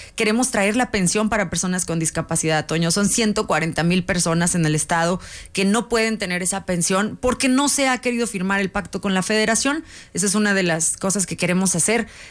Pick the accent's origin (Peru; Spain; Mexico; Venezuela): Mexico; Saltillo, Coahuila; A mí la sierra me vio crecer. Yo nací en Lomas de Lourdes, ahí crecí, ahí viví hasta que me independicé.